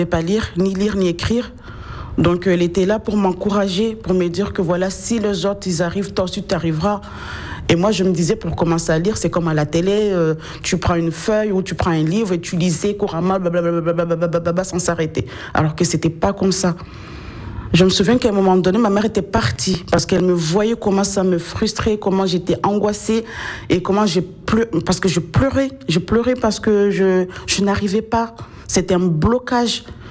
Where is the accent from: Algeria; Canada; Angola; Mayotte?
Mayotte; born there; Je suis née à Mayotte. Je suis la première fille. On est 11 au total.